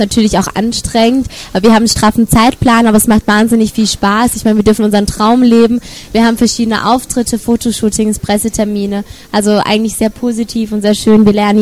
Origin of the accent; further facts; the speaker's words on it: Freiburg, Baden-Württemberg, Germany; Gestern zum Beispiel waren wir in Freiburg, in meiner Heimatstadt, hatten dort auch einen Clubauftritt